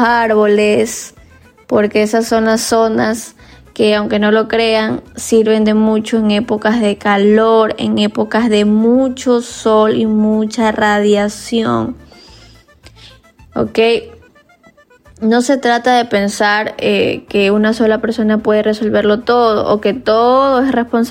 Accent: Ecuador; Estamos aquí en Ecuador, somos ecuatorianos

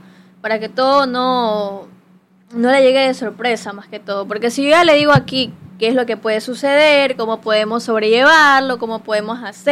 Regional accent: Ecuador

